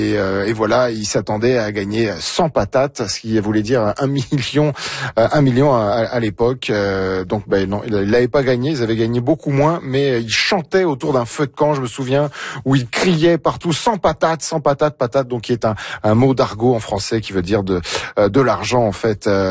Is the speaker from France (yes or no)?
yes; France; On est français et sans patate